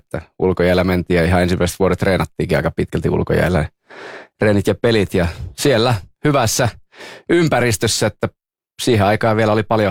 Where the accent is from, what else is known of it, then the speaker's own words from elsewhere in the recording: Vuorela, North Savo, Finland; Ja silloin oli meillä Vuorelassa, mikä on just Siilinjärven puolella, niin siellä oli oma joukkue. Vaikka pieni paikka olikin, niin silti oli niin paljon lapsia kiekon parissa, että meillä oli siellä Vuorelassa oma porukka.